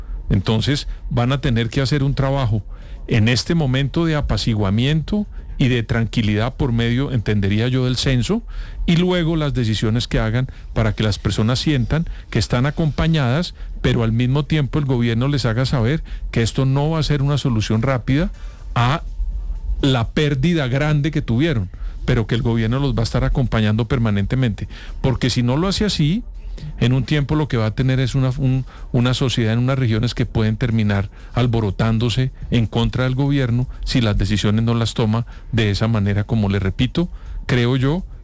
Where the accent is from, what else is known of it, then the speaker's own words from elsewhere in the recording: Colombia; yo, como colombiano